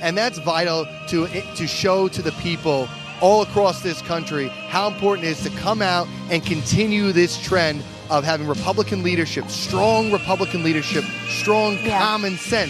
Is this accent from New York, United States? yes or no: yes; New York, United States; highlighting exactly who we are as New Yorkers